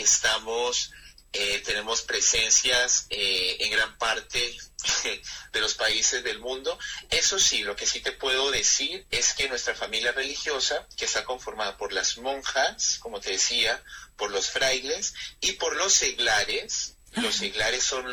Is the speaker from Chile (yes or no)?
no; Popayán, Cauca, Colombia; now in Argentina; yo creo que ya por mi tonada ya se dieron cuenta que no soy argentino. Está bien, yo soy de Colombia.